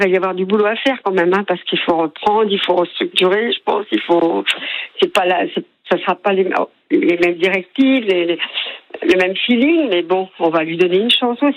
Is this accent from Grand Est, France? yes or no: no; Marsillargues, Occitanie, France; born there; Si vous regardez ma date de naissance, c'est le 24 juillet et je suis née à Massiergue.